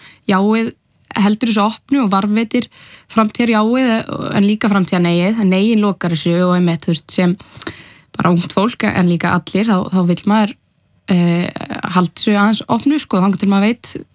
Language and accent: Icelandic; Reykjavík, Capital Region, Iceland; Ég er 21 árs frá Reykjavík, ég líka háskólanemi